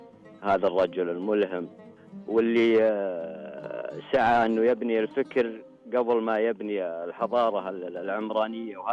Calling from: Rawdat Habbas, Northern Borders, Saudi Arabia; هي مدينة روضة هباس تابعة لمحافظة رفحة، منطقة الحدود الشمالية.

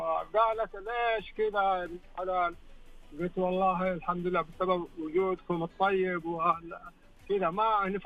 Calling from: Al-Kharj, Riyadh Province, Saudi Arabia; والله من الخرجة.

